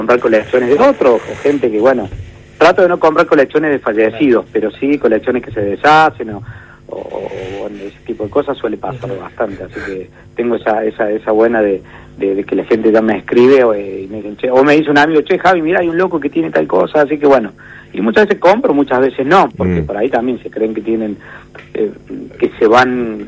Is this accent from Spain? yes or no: no; Córdoba, Argentina; moved away as an adult; now in near Paysandú (Entre Ríos), Argentina; yo en esa época viví en Córdoba, obviamente se nota que soy cordobés, viví en Córdoba